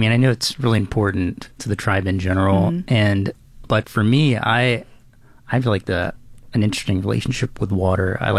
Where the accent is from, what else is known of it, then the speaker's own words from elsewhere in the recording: Virginia, United States; I grew up just around the James River, so I would be like forced to go with family and friends to that river.